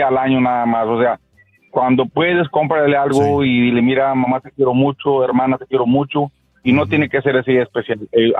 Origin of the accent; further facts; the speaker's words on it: Matamoros, Tamaulipas, Mexico; Soy originario de Matamoros y quiero mandarle saludos a todos ustedes con mucho cariño.